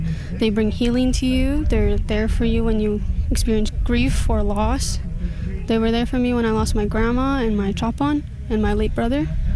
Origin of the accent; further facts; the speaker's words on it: Frog Lake First Nation, Alberta, Canada; I'm from Frog Lakes First Nation.